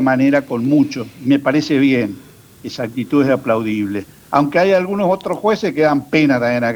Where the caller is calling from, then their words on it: Reconquista, Santa Fe, Argentina; yo vivo en Reconquista, tengo sangre reconquistense